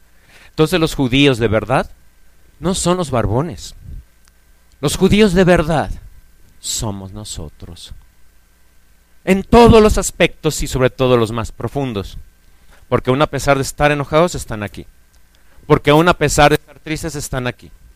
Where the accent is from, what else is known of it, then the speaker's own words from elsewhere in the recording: Mexico; nosotros, que somos verdaderos mexicanos. Y aunque somos verdaderos mexicanos